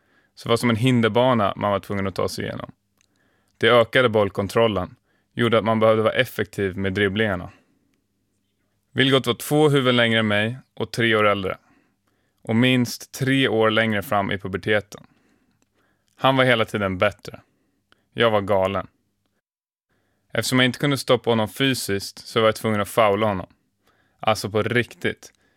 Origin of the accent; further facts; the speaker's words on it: Nacka, Stockholm County, Sweden; Vi spelade mot varandra i alla hallar som fanns hemma i Nacka, men oftast hemma på garageuppfarten.